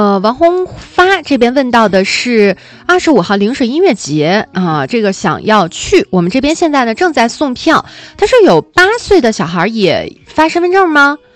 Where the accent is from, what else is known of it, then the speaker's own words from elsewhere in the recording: northern China, China; 我作为一个北方人是真的接受不了，